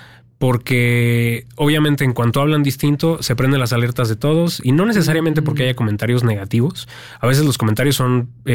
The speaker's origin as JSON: {"language": "Spanish", "region": "Mexico City", "country": "Mexico", "tie": "born or raised there", "accent": "Mexico City", "said": "Entonces yo soy del Estado de México y crecí en la Ciudad de México, etcétera, y tengo un acento específico que corresponde a esa región"}